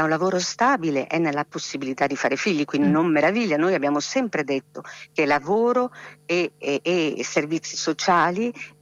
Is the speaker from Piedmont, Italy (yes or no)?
no; Emilia-Romagna, Italy; ma faccio quell'esempio perché sono dell'Emilia Romagna